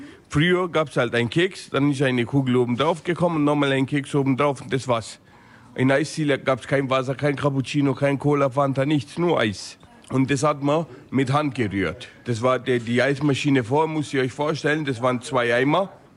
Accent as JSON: {"language": "German", "region": "Southern Italy", "country": "Italy", "moved": "yes", "lives_now": "Germany", "said": "Ich bin jetzt aus Süditalien."}